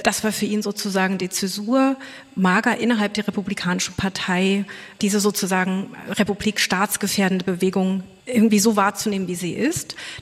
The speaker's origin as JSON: {"language": "German", "region": "East Germany", "country": "Germany", "tie": "born or raised there", "said": "Ich bin ja in der DDR aufgewachsen, war 13, als die Mauer gefallen ist"}